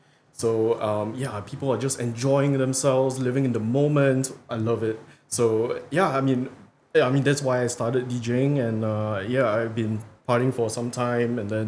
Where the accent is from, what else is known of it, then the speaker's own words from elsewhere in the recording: Singapore; Mm-hmm. And I'm from Singapore.